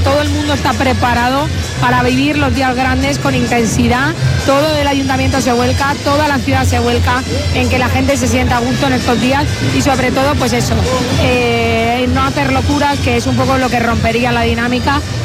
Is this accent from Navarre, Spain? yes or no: no; Alicante, Valencian Community, Spain; pero es que así somos los alicantinos.